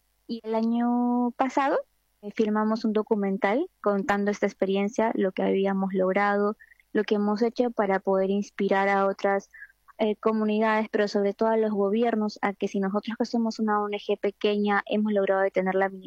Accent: Peru

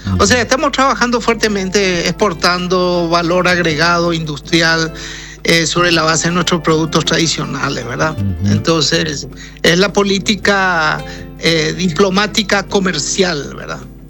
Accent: Paraguay; now in Turkey

